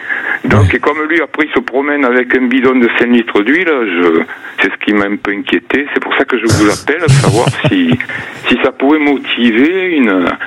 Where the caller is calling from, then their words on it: Provence-Alpes-Côte d'Azur, France; accent: petit accent; D'à côté d'Arles. Dans les Bouches-du-Rhône.